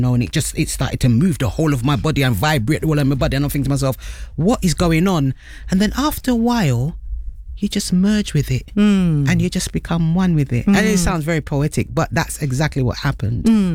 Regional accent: London, United Kingdom; I'm born and raised in Brixton, so you know, I'm growing up in a land that I don't know if it's my own.

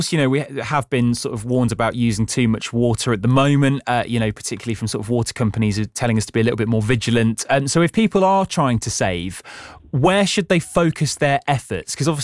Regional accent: United Kingdom; as British people

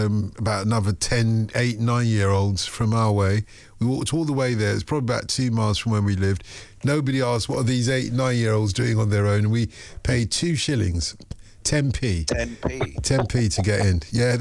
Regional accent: London, United Kingdom; born there; How was I to get to South London as an 8-year-old from North London in those days?

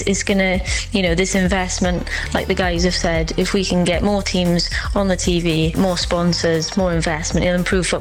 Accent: Wales, United Kingdom; I'm speaking biasedly as a Welsh fan here.

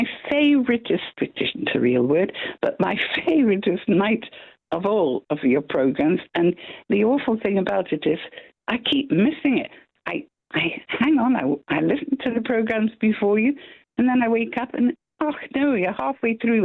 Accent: Scotland, United Kingdom; English is a second language; I'm actually Scottish.

